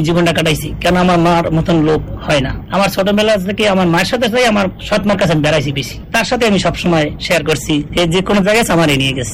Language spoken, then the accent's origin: Bangla; Patuakhali, Barisal Division, Bangladesh; born there; moved away; আমাদের গ্রামের বাড়ি পটুয়াখালী সদরে আমাদের বাড়ি।